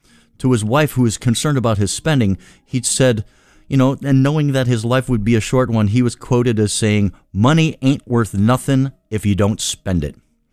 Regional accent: Bensenville, Illinois, United States; He's an old neighbor of mine from where I grew up in Bensonville

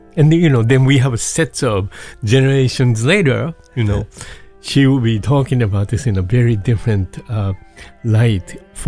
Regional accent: Japan; now in Chicago, United States; I'm already spending more than half of my life in Chicago and I still have my parents in Japan

